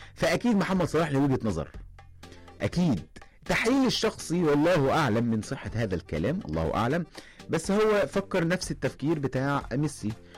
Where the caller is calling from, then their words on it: Alexandria, Alexandria Governorate, Egypt; من اسكندريه